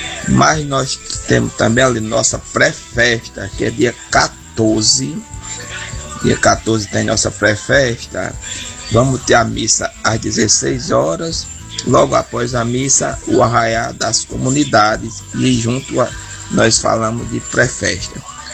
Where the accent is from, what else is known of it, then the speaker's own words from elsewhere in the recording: Brazil; now in Mossoró, Brazil; Nós somos brasileiros